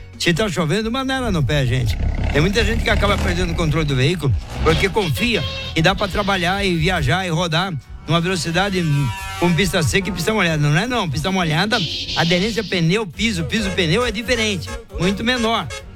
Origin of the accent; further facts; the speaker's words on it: Osasco, São Paulo, Brazil; Vai chegar no Osasco, cidade de Itália. É a minha terra natal.